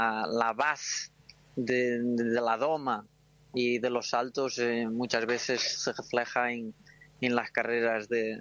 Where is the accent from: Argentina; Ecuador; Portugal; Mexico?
Portugal; Spanish is a second language; cuando piensas jamás piensas así tan alto y más de un turf de donde vengo, de Portugal, que hay mucha afición, pero no, las carreras no son muy conocidas y no tenemos grandes carreras ahí.